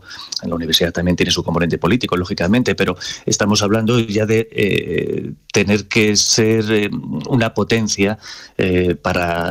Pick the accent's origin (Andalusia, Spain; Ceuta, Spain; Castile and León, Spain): Castile and León, Spain; León; Yo soy de León